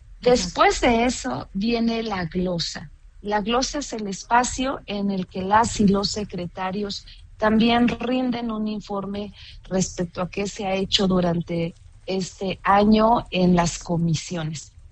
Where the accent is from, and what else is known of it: Mexico City, Mexico